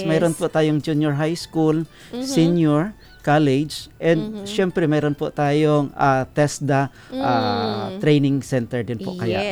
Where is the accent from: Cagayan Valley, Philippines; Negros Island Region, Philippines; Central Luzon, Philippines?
Negros Island Region, Philippines; Bacolod; moved away; also born or lived in Bicol; Hindi po ako pure Bicolano. I'm from Bacolod City.